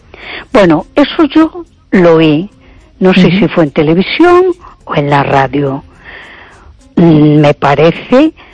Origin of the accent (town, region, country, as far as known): A Coruña, Galicia, Spain